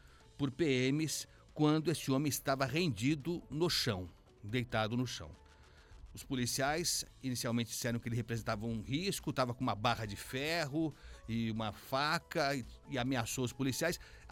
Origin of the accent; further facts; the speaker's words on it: São Paulo, Brazil; Infelizmente, eu estou falando aqui como paulistano